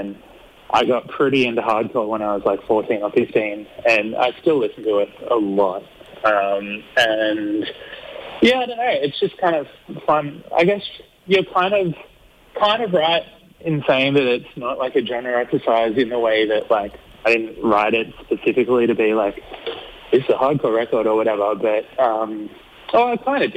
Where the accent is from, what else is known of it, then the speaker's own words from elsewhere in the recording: New South Wales, Australia; I grew up in New South Wales.